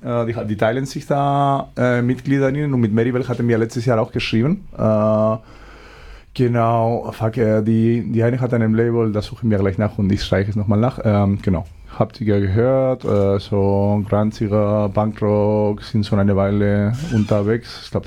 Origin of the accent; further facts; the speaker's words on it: Spain; Ich bin Spanier, ich kann Französisch nicht.